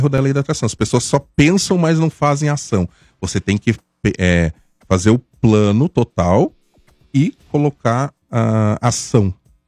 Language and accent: Portuguese; Santa Catarina, Brazil; eu sou de Santa Catarina, né?